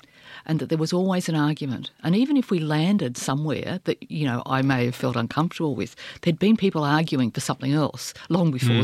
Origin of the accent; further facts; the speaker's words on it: Australia; So for me, being Australian is not about driving a ute and going and, you know, doing oi, oi, oi stuff.